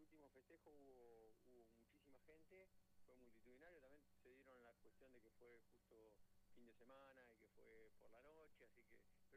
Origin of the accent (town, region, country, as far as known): Argentina